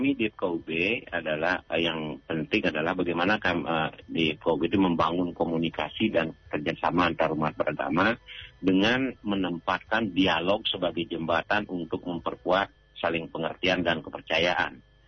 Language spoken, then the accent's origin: Indonesian; Bali, Indonesia; Nah, kita tahu meskipun saya suku Bali, tapi saya pernah banyak belajar dari Gorontalo.